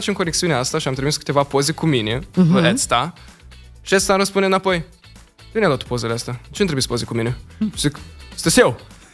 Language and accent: Romanian; Moldova; eu sunt moldovean.